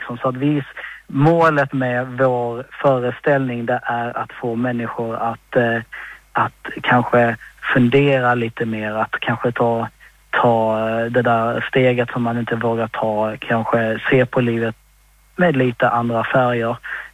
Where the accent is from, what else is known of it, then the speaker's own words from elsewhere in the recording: Malmö, Skåne, Sweden; now in Stockholm, Sweden; Malmö är min hemstad och det är jättevackert och jättefint. Numera bor jag i Stockholm och nästan granne med Kristin.